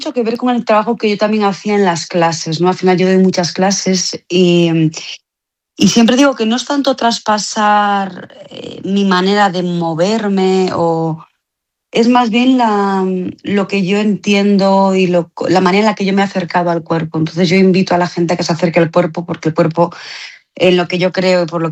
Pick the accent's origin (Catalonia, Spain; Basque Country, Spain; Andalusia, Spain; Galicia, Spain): Galicia, Spain; Porriño; moved away